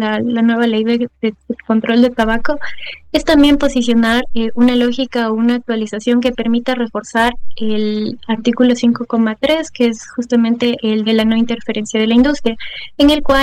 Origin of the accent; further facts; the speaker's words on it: Ecuador; todos nosotros como ecuatorianos tenemos la posibilidad de presentarnos frente a la Asamblea, dado que somos ecuatorianos